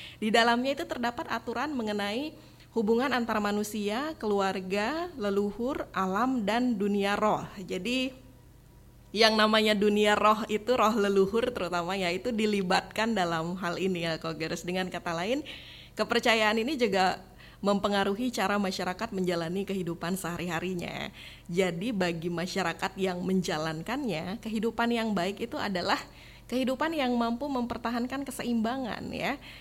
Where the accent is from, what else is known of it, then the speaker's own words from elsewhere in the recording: Bali, Indonesia; Apakah sesama persis itu dengan kita-kita orang Bali yang mengenal ritual tumpek uduh itu gitu ya?